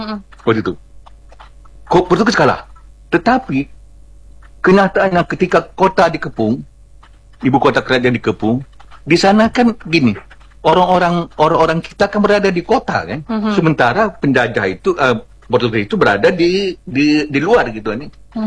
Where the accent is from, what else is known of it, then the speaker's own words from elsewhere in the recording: Riau, Indonesia; kalau kita orang Riau ini pasti dengar pernah dengar nama Koyan.